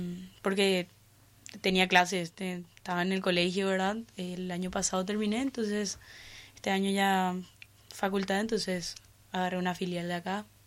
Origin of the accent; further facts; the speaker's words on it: Colonias Unidas, Itapúa, Paraguay; Comencé en el Club Unión de Bellavista. Yo soy de Itapúa, de Colonias Unidas.